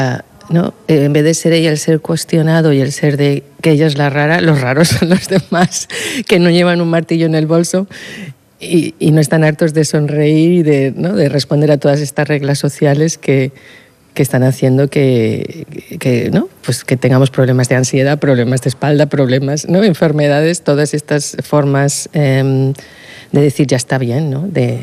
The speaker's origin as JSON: {"language": "Spanish", "town": "Madrid", "region": "Community of Madrid", "country": "Spain", "also_born_or_lived": "United Kingdom", "moved": "as an adult", "said": "yo soy madrileña, pero vivo 15 años en el Reino Unido, y a mi vuelta a España estoy a punto de cumplir los 40 años"}